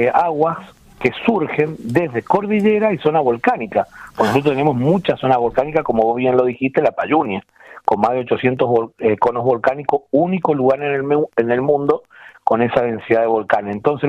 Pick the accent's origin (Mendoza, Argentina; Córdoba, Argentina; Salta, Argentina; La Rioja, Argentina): Mendoza, Argentina; somos el Real del Pehuenche